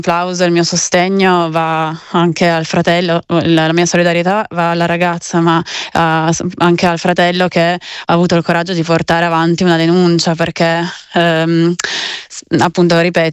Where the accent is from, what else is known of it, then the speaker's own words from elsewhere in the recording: Cuneo, Piedmont, Italy; Io l'ho fatto subito, perché tra l'altro sono di Cuneo